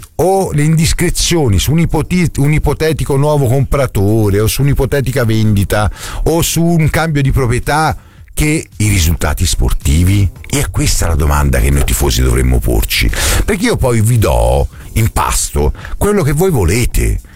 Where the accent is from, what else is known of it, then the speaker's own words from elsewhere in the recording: Florence, Tuscany, Italy; born there; siamo nati a Coverciano tutti e due